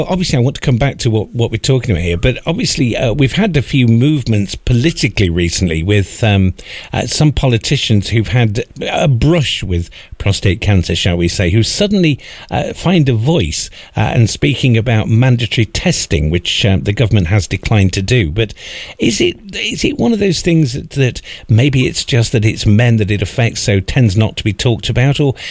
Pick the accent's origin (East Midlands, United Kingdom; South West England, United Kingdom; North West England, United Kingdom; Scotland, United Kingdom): East Midlands, United Kingdom; Derby; I'm from Derby, so the bit about Nottingham Forest is...